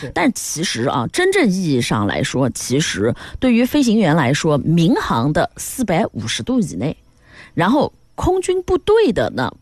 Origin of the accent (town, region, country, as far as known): China